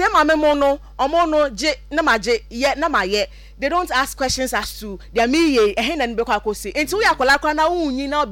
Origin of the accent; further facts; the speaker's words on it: Ghana; Say, I am very disappointed as a Ghanaian.